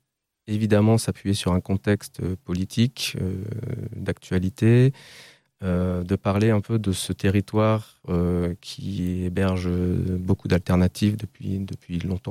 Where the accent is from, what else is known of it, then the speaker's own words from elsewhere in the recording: Lille, Hauts-de-France, France; moved away as an adult; also born or lived in Berlin; Je suis originaire de Lille. Et avant d'arriver ici, je suis passé par Berlin pendant 5 ans.